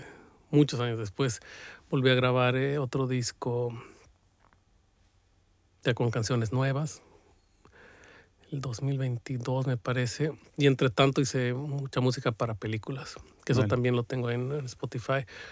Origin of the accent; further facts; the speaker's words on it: La Paz, Bolivia; moved away as an adult; Yo salí de Bolivia en 2007 a estudiar producción musical acá en Gante.